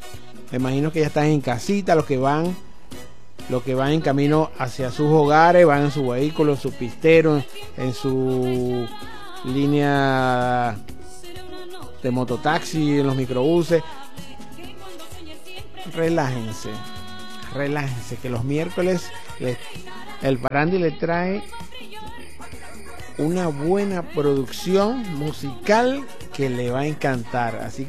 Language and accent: Spanish; Venezuela; así somos los venezolanos.